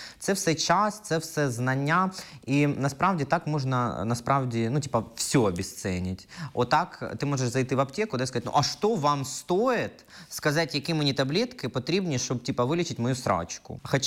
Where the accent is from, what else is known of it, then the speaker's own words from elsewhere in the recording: Kropyvnytskyi, Kirovohrad Oblast, Ukraine; Ні, я з Кропивницького.